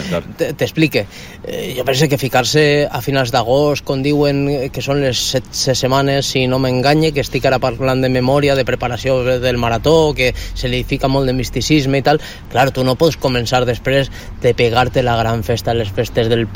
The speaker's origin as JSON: {"language": "Catalan", "town": "L'Eliana", "region": "Valencian Community", "country": "Spain", "said": "Jo, per exemple, soc de l'Eliana, ara parlarem de la Volta al Peu del meu poble"}